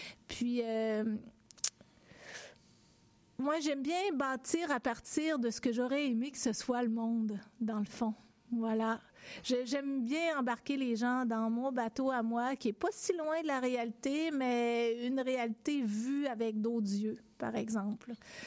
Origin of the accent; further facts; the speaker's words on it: Black Lake, Quebec, Canada; Il y a mon enfance à Black Lake. Black Lake, c'était quand moi j'étais petite. C'est sûr que ça évolue un peu, mais quand moi j'étais petite, Black Lake, c'est une petite ville.